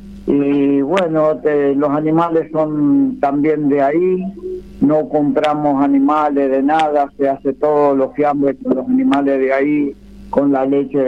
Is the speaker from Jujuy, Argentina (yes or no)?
no; Marcos Paz, Buenos Aires Province, Argentina; Y nací, me crié en Marcos Paz